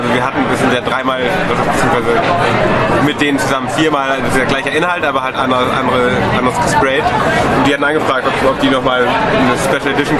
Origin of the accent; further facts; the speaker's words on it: Germany; born there; ich komme gebürtig aus einer kleinen Stadt, 30 Kilometer, 50 Kilometer vielleicht von Ibbenbüren